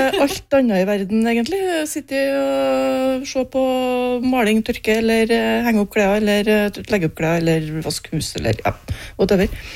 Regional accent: Meråker, Trøndelag, Norway; oppe i Meråker, der jeg kommer ifra

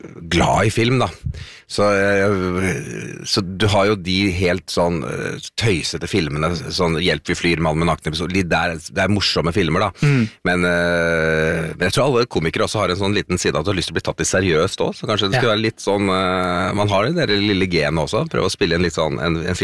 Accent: Oslo, Norway; jeg jo født og oppvokst I Oslo. Jeg en Ekeberg gutt.

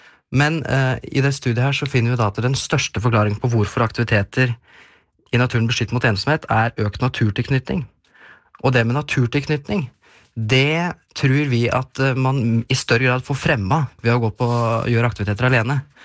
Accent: Løten, Innlandet, Norway; jeg har jo vokst opp I Mjøsperiferien, kan du kanskje kalle det. Jeg kom fra Løten, så det jo rett øst for... Rett øst for Mjøsa.

